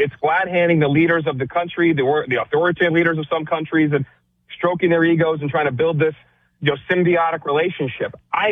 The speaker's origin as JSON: {"language": "English", "country": "United States", "said": "as an American"}